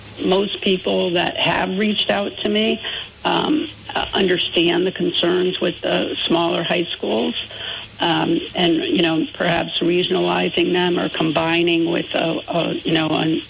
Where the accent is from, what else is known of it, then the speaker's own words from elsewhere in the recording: Rutland County, Vermont, United States; I'm from Rutland County